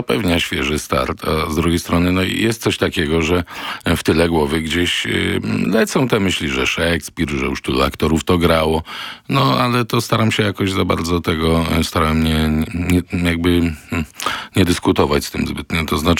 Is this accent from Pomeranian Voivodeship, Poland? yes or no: no; Silesian Voivodeship, Poland; accent: Silesian; first language Silesian; Polish is a second language; w języku śląskim, moim pierwszym języku